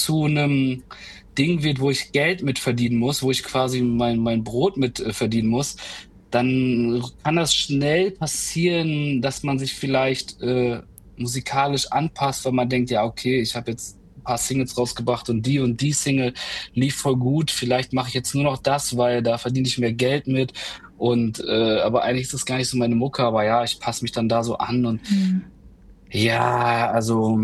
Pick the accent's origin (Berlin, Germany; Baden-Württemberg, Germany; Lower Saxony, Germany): Lower Saxony, Germany; Hörste; die Stadt, also an sich von Hörste, wo ich herkomme, nach Osnabrück, das sind 25 Minuten mit Zug, also es ist direkt um die Ecke quasi